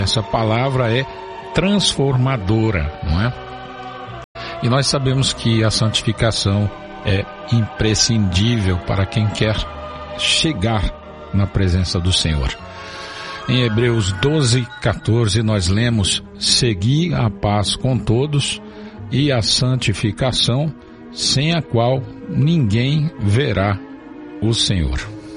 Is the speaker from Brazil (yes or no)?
yes; Brazil; nós brasileiros